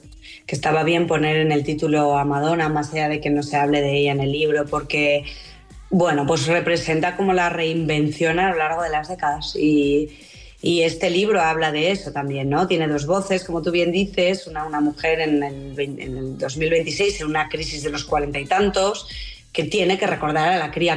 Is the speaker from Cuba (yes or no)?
no; Aragon, Spain; los de Aragón, que tenemos ese humor peculiar que se llama sorna, a Huesca lo llamamos Wisconsin